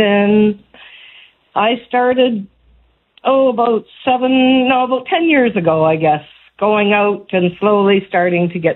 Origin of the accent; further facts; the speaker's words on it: the Maritimes, Canada; now in Saskatchewan, Canada; I'm originally from the Maritimes, so the elevators reminded me of lighthouses when I moved here.